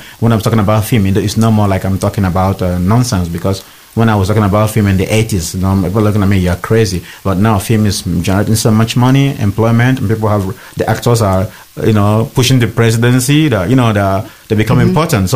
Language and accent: English; Nigeria; also born or lived in South Africa; So, but I'm still a Nigerian, and South African, so it affects a lot of things.